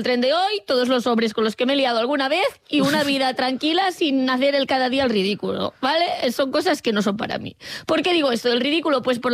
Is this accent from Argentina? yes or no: no; Catalonia, Spain; Sabemos que soy catalana.